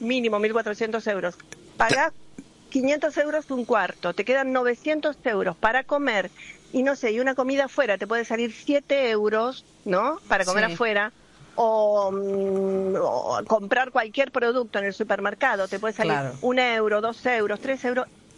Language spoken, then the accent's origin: Spanish; Argentina; now in Spain; Cuando yo voy a algún lugar, ¡ay, qué lindo, sos argentina, qué lindo que hablas!